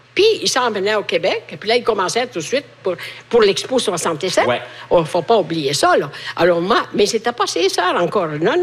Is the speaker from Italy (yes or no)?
yes; Italy; Chez nous, en Italie, il fait chaud.